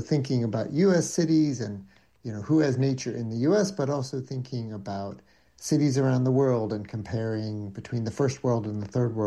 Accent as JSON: {"language": "English", "region": "North Carolina", "country": "United States", "also_born_or_lived": "Massachusetts", "moved": "as an adult", "said": "I'm from North Carolina, the south of the U.S., and sort of fell in love with, you know, wild nature there, playing around in the southern Appalachians, sandhills, and then actually lived a bit in Massachusetts"}